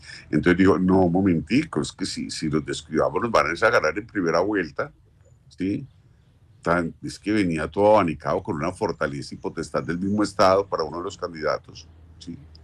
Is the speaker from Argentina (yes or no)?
no; Colombia; Los colombianos sí sabemos lo que es el resultado y el dolor de un tránsito de estadios de la vida en dolores emocionales.